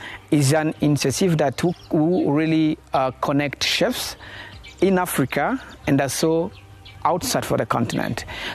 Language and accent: English; Germany; English is a second language; I grew up in Germany, so sometimes I lose my passion very quickly.